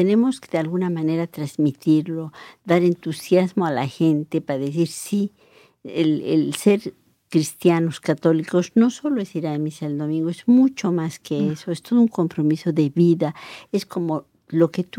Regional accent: Bolivia; moved away as an adult; now in Quebec, Canada; Mis estudios los hice en mi país, en Bolivia.

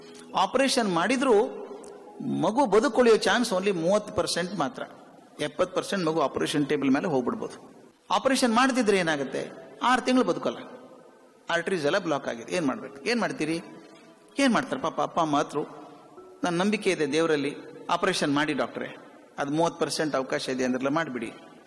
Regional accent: Karnataka, India

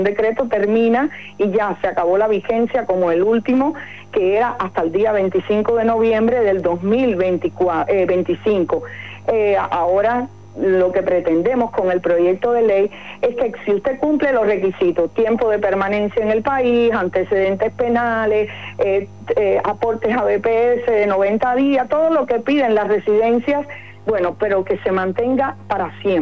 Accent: Cuba; moved away as an adult; now in Uruguay; salir de Cuba para mí y para todos los cubanos es un escape

